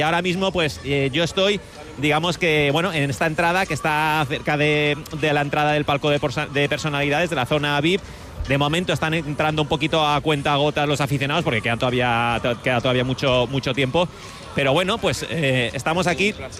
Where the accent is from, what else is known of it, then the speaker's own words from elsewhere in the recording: Spain; No, yo soy de España.